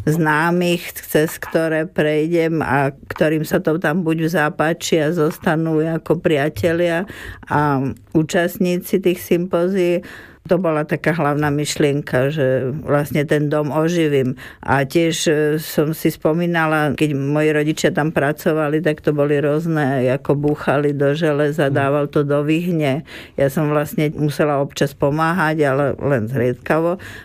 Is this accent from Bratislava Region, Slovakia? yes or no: yes; Bratislava, Bratislava Region, Slovakia; jak som tam vošla do tej dielne, tak tam bola rovnaká vôňa ako kedysi u nás doma v Bratislave.